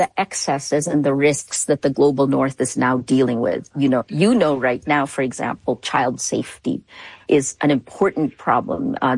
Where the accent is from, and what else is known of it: Philippines